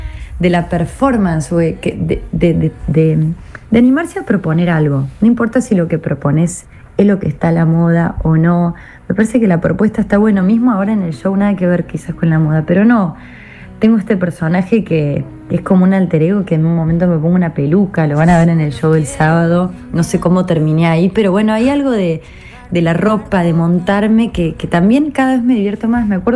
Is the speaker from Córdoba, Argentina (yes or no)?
yes; Córdoba, Argentina; now in Buenos Aires, Argentina; yo soy de Córdoba capital, después me mudé acá a la capital de Buenos Aires.